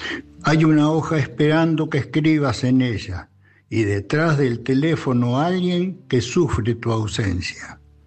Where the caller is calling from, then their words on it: Mar del Plata, Buenos Aires Province, Argentina; de Mar del Plata